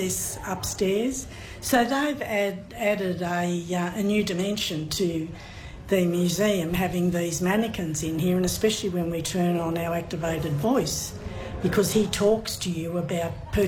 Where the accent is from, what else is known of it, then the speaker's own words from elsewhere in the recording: Tamworth, New South Wales, Australia; I grew up in Tamworth.